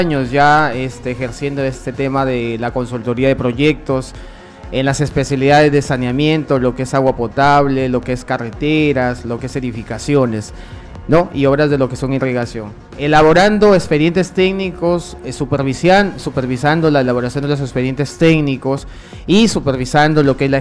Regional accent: Peru; born there; yo soy nacido en el Centro Poblado Manuel Suán, el Papayo

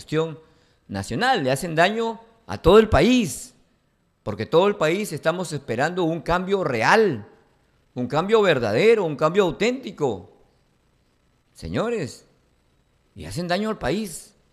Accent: Peru; los que somos afectados somos todos los peruanos.

